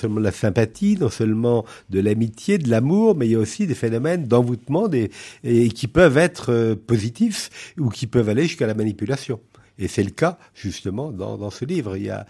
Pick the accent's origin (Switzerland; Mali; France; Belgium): France; Brittany; born there; now in Vendée, France; Oui, je suis breton, effectivement, je suis né en Bretagne, la famille de ma mère était Bretagne depuis de nombreuses générations